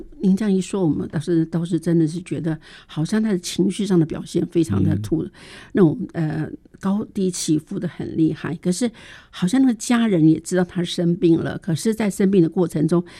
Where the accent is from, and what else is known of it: Taiwan